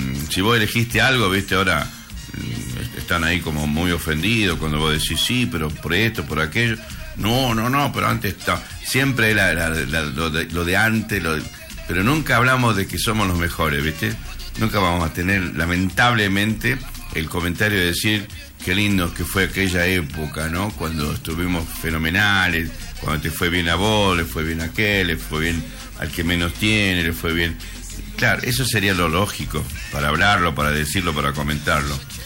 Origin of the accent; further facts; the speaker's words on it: Argentina; somos todos argentinos.